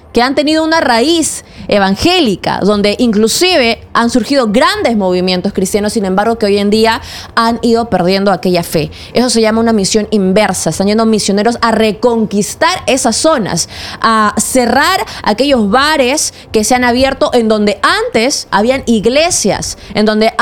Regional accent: Peru; Somos peruanos, amamos la tierra en donde hemos nacido

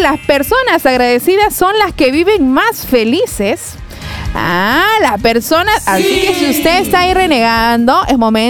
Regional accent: Huacharí, Piura, Peru; Soy del caserío de Huacharí. Distrito de Chalaco, provincia de Morropón, departamento de Piura.

